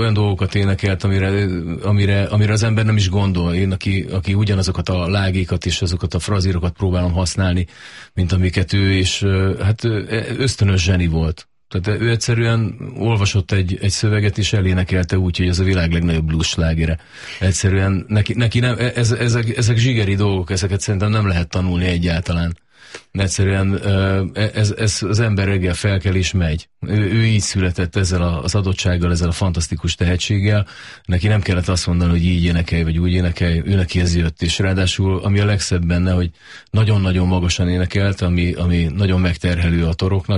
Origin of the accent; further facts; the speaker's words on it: Borsod-Abaúj-Zemplén, Hungary; én egy vidéki srác vagyok, én Borsodból származom, és nem véletlen vágyom oda, talán még napjainkban is vissza. mert amikor hazamegyek az én kis falumba